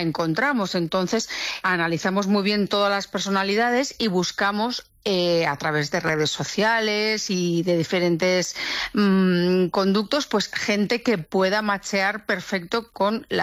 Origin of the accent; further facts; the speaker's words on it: León, Castile and León, Spain; Pues yo soy de León.